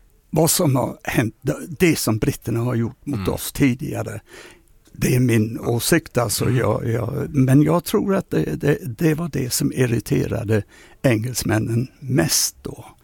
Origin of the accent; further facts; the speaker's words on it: England, United Kingdom; Alltså den matchen som engelsman minns man